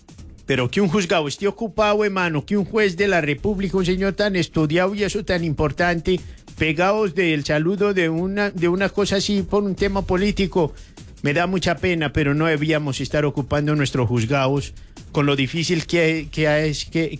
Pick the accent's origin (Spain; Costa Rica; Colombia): Colombia